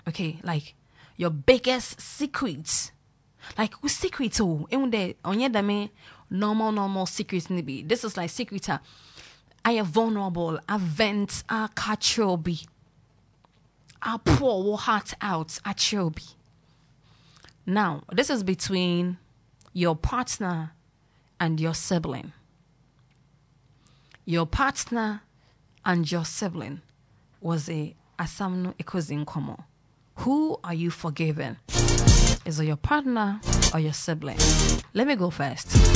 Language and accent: English; Ghana; I'm Ghanaian